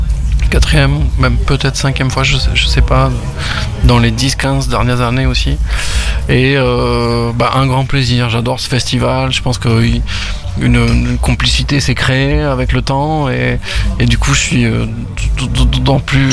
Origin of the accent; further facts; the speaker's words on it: Occitanie, France; born there; Moi, je viens je suis né dans le Lot